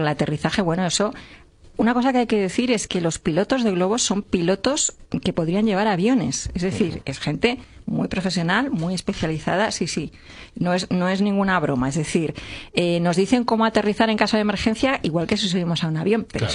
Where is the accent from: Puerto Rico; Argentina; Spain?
Spain; en España ya somos más europeos.